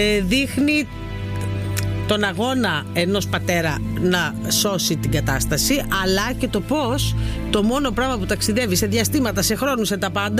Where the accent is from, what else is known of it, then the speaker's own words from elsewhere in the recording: Greece; Έλληνοι είμαστε